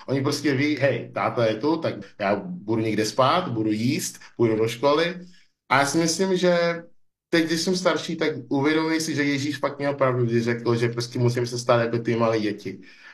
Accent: Nigeria; now in Czech Republic; nejenom, že jsem z Nigérie a člověk z Nigérie žije v České republice

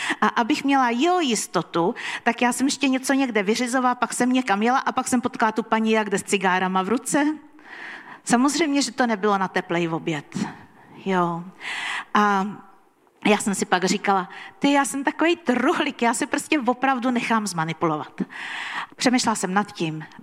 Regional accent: Prague, Czechia; já jsem z Prahy.

